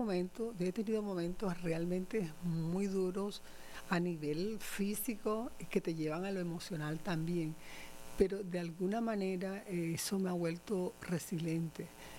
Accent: Barranquilla, Atlántico, Colombia; also born or lived in Puerto Escondido, Córdoba, Colombia; Estudié en Barranquilla, nací en Puerto Escondido, pero la familia se fue estando yo muy niña para Barranquilla. Tengo los dos, el corazón lo comparto entre Puerto y entre Barranquilla. ¿Qué te digo? En Barranquilla terminé también bachillerato

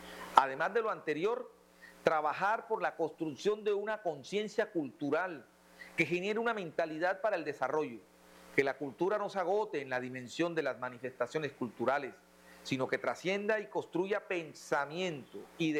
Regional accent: Córdoba, Colombia; a mi tierra, a mi departamento. En estas tierras nací, en estas tierras he crecido, en estas tierras he construido un proyecto de vida, en estas tierras me he formado y en estas tierras he servido.

